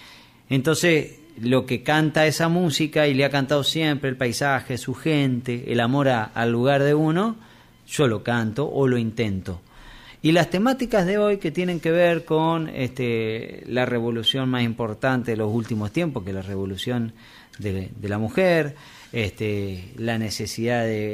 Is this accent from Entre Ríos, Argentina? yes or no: yes; Concepción del Uruguay, Entre Ríos, Argentina; yo nací en Concepción de Uruguay, vivo en Entre Ríos, soy parte del litoral